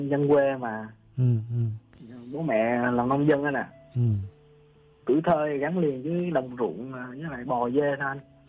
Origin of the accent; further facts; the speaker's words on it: Phan Thiết, Bình Thuận, Vietnam; Em thì ở Phan Thiết rồi nè.